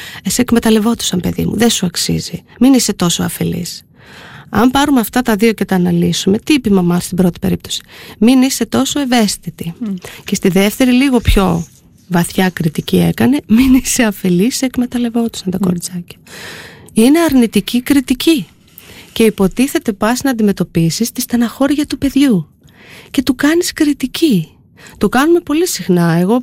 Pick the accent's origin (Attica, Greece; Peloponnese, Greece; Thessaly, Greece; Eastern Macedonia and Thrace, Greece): Eastern Macedonia and Thrace, Greece; είμαι και από τη Θράκη